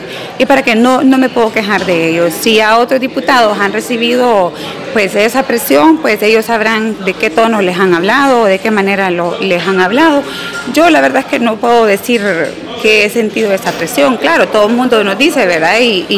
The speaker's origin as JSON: {"language": "Spanish", "country": "Honduras", "said": "yo soy hondureña, yo me le debo al pueblo hondureño"}